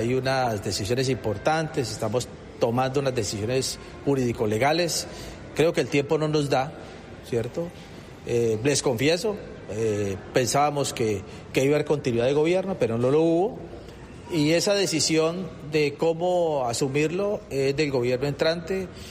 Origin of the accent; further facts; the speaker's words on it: Buenaventura, Valle del Cauca, Colombia; que somos vallecaucanos, que somos de Buenaventura